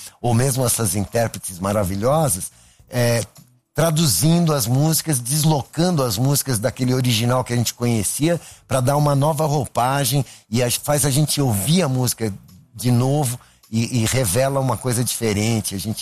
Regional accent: São Paulo, Brazil; E eu gravei essas duas músicas porque eu sou paulistano, né? E eu queria falar da minha cidade

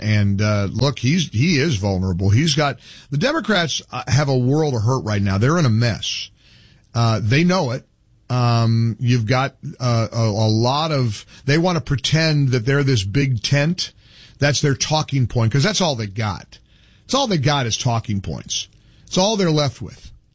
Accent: Midwest, United States; now in Florida, United States; Look, I grew up in the Midwest dreaming of getting a job in broadcasting in New York City. I got there. I was able to achieve that goal. And then I basically got chased out and came to Florida where things were more normal.

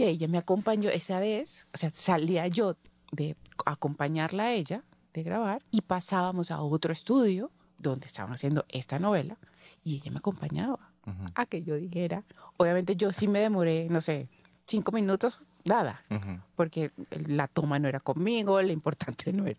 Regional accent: Valencia, Carabobo, Venezuela; yo soy de Valencia, mi hermana llegaba a Valencia y eso era

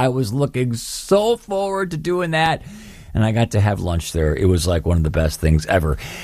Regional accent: Mundelein, Illinois, United States; This morning, I had an eye doctor appointment in my hometown where I grew up, Mundelein.

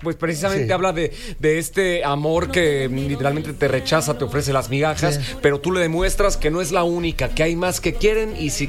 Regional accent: Santiago de Querétaro, Querétaro, Mexico; 100% queretano, ahí, capital.

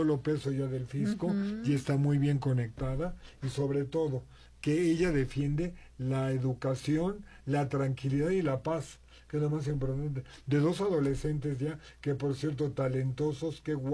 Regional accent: Mexico; a mí no me representa como mexicano ni como ser humano.

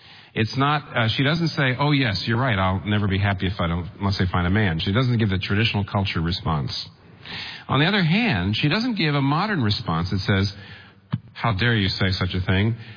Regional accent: Pennsylvania, United States; I'm from Pennsylvania.

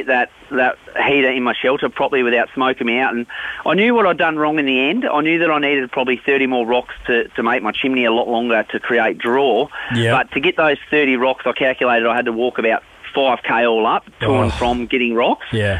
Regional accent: Tasmania, Australia; growing up in Tassie fishing all around the Highland Lakes and stuff for trout.

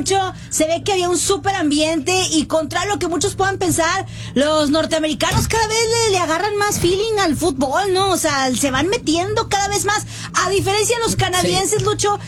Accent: Honduras; now in United States; No está en el Mundial mi país, soy hondureño, Honduras no está, yo vivo en Estados Unidos

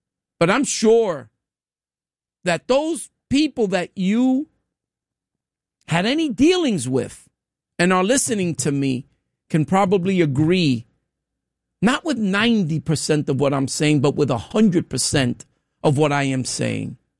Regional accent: New York, United States; I'm a New Yorker.

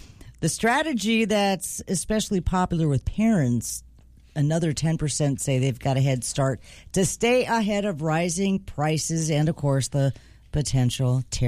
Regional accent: McIntosh, United States; Even when I was young, growing up in McIntosh

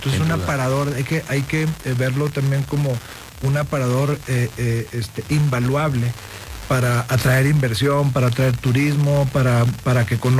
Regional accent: Nuevo León, Mexico; A ver, el soccer, soy tigre. Soy de Nuevo León, por supuesto.

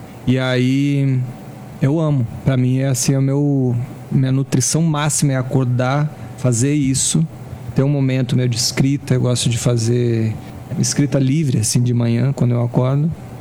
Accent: Brasília, Federal District, Brazil; born there; Eu nem sei de onde é que eu sou direito. Eu sou nascido em Brasília

